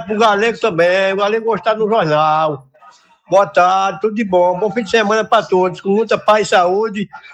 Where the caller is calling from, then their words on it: Catolé do Rocha, Paraíba, Brazil; Sou de Catolé do Rocha, na Paraíba.